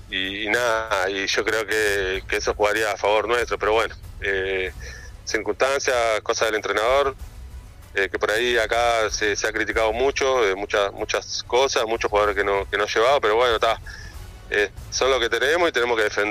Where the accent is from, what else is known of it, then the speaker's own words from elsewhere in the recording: Uruguay; yo la verdad como uruguayo siempre hincho